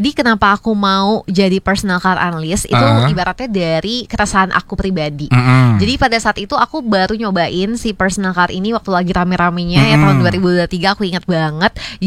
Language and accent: Indonesian; Balikpapan, East Kalimantan, Indonesia; moved away as an adult; now in Tambun, Indonesia; Saya dari Balikpapan, Kalimantan Timur nih kebetulan.